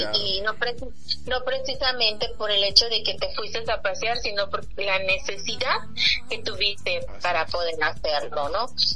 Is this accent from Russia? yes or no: no; Tamaulipas, Mexico; born there; now in Yucatán, Mexico; yo te puedo decir, allá en Tamaulipas, porque pues yo nací en Tamaulipas